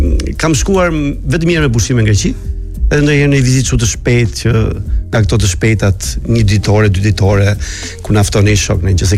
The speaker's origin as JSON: {"language": "Albanian", "town": "Sarandë", "region": "Vlorë County", "country": "Albania", "said": "Unë isha nga Saranda"}